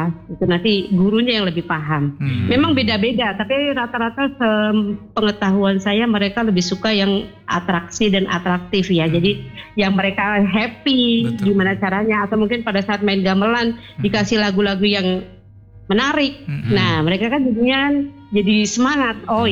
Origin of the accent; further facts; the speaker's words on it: Jakarta, Indonesia; saya benar-benar orang Jakarta asli. Maksudnya lahirnya di Jakarta. Apa namanya, lingkungan pun Jakarta semua. Jadi Betawi.